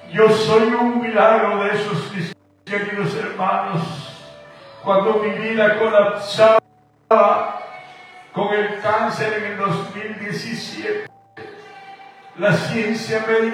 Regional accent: Guatemala; born there; moved away; Mi tierra de donde yo soy nacido, en Guatemala

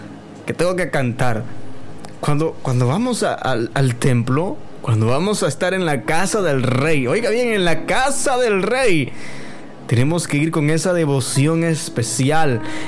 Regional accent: El Salvador

